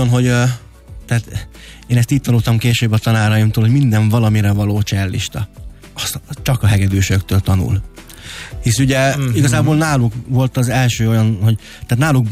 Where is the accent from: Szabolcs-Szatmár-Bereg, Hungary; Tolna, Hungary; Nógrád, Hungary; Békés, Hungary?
Nógrád, Hungary; Salgótarján; Ugyanis a Salgótarjánban születtem, ott jártam a zeneiskolába, ott a Salgótarjáni Váci Gyula Művészeti Iskolába